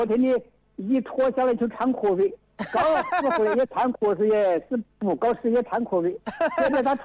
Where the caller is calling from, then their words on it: Shayang County, Hubei, China; 我是这个沙洋的。